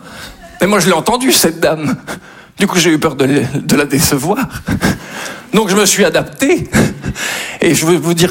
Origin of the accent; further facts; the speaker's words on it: Belgium; Je suis belge.